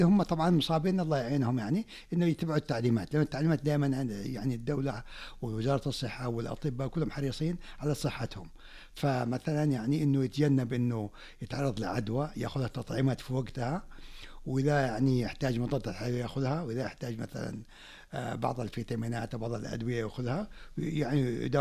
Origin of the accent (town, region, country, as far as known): Saudi Arabia